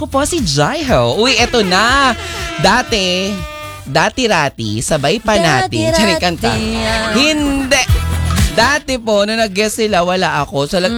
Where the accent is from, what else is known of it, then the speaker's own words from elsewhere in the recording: Calabarzon, Philippines; No? Sa amin sa Cavite, ganun, bugbugan.